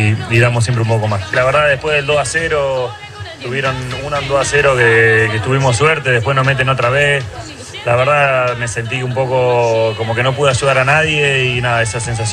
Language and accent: Spanish; Argentina; queremos que ser representados como lo que somos, como todo argentino